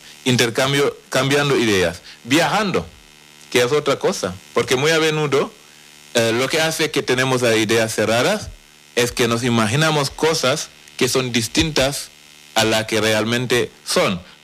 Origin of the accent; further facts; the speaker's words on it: Senegal; now in Canary Islands, Spain; yo soy senegalés, he vivido aquí en Canarias